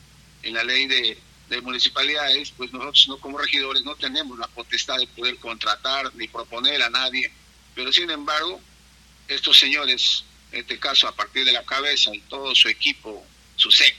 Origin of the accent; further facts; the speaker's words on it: Tocachi, Pichincha, Ecuador; nosotros como tocachinos pensamos siempre querer hacer algo por nuestro pueblo de Tocachi, que nuestro pueblo crezca.